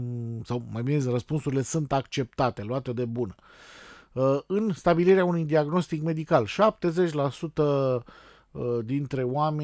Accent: Romania; nu neapărat noi ca români, dar noi în general în Europa

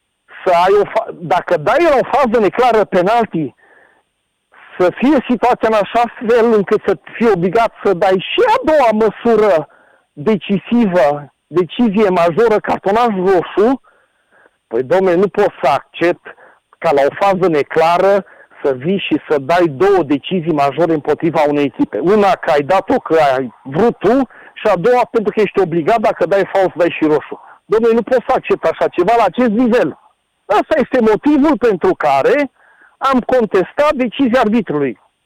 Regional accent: Romania; sunt și român

